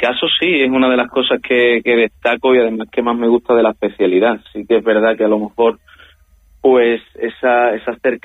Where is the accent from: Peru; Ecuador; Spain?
Spain; Ceuta; also born or lived in Seville; Yo nací en Sevilla, pero vine aquí a Ceuta muy pequeño, con algo menos de 3 añitos, y estuve aquí hasta los 18 años, que volví a estudiar la carrera en Sevilla, y aunque he estado 8 años en Sevilla, en el fondo me considero que soy de Ceuta.